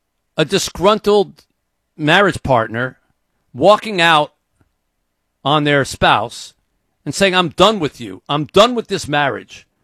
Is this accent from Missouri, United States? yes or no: no; Detroit, Michigan, United States; We're from Detroit